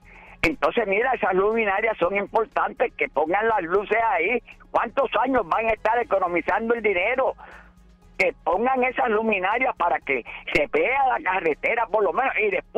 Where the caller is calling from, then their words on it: Puerto Rico; nosotros, como puertorriqueños y ciudadanos americanos